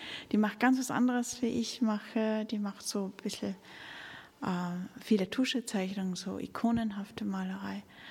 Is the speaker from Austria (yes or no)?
yes; Upper Austria, Austria; born there; now in Salzburg, Austria; Also ich bin nicht in Salzburg geboren, sondern in Oberösterreich. Aber ich lebe schon seit 30 Jahren.